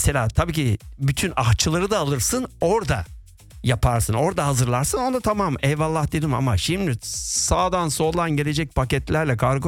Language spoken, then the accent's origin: Turkish; Ankara, Turkey; now in Izmir, Turkey; Ben İzmirliyim. Sonradan İzmirli. Ankaralıyım. Babam Nevşehirli, annem Tokatlı.